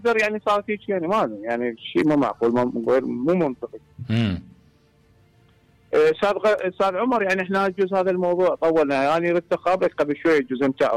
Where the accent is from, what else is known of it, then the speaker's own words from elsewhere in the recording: Iraq; احنا كعراقيين